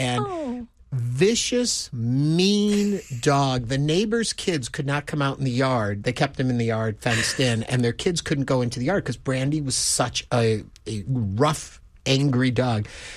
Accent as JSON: {"language": "English", "region": "New York", "country": "United States", "tie": "born or raised there", "said": "on the East Coast, upstate New York, and we have the second least amount of sun in our town in any city in the country outside of Seattle, Washington."}